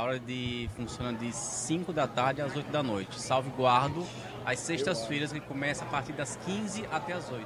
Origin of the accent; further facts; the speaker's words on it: Piauí, Brazil; now in Recife, Brazil; Eu sou natural do Piauí.